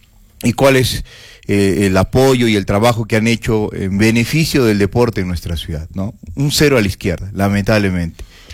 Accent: Arequipa, Peru

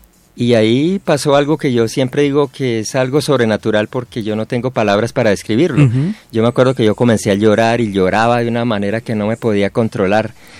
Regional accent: Llanos Orientales, Colombia; also born or lived in Gachalá, Cundinamarca; Yo pues nací en Gachalá, Cundinamarca, pero me crié en los Llanos Orientales, entre Barranca de Upía, Meta y Villanueva, Casanares

